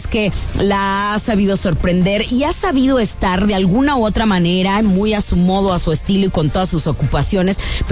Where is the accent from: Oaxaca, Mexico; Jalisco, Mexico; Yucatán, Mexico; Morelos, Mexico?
Jalisco, Mexico; Guadalajara; ellas muchísimos años vivieron en Guadalajara, de donde somos originarias estas tapatías importadas. Guadalajara.